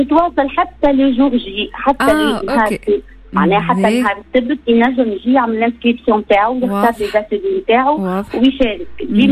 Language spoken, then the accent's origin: Arabic; Tunisia; احنا التونسية